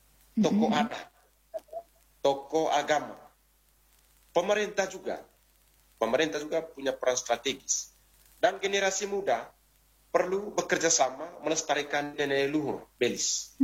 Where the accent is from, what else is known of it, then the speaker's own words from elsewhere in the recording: East Nusa Tenggara, Indonesia; apa istilahnya kita orang Manggarai ini